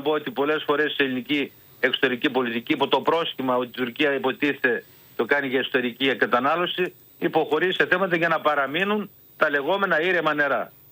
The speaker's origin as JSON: {"language": "Greek", "region": "Central Macedonia", "country": "Greece", "tie": "born or raised there", "said": "κατοικούσα στην Πιερία σε ένα χωριό δίπλα που είχε, εγώ είμαι Μακεδόνας, είχε ανθρώπους από τη Μικρά Ασία."}